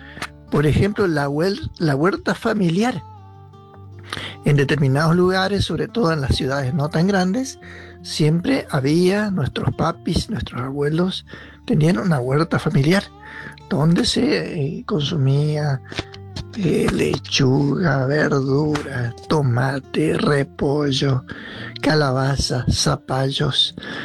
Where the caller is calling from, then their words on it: Santa Fe, Argentina; del Chaco Santafesino.